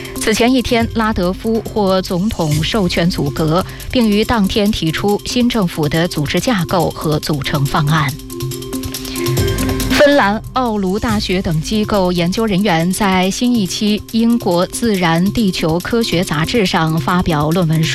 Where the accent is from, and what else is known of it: Latvia; Chinese is a second language